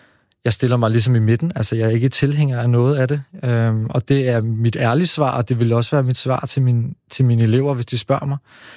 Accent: Slagelse, Zealand, Denmark; also born or lived in Israel; Altså, jeg er vokset op i delvist i Slagelse, hvor at jeg flere gange er blevet enten troet eller jagtet på baggrund af, hvor jeg er fra.

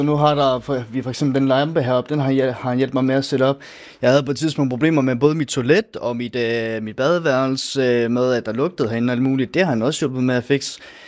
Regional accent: Hvalpsund, North Denmark Region, Denmark; moved away as an adult; now in Hobro, Denmark; jeg kommer fra Hvalpsund af, så jeg kommer altså ikke fra hverken Mariefjord Kommune af, eller fra Hobro af. Jeg kommer altså udefra

